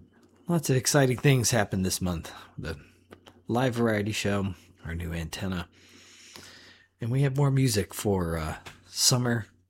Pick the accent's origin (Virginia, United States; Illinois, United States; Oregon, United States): Virginia, United States; I grew up in Virginia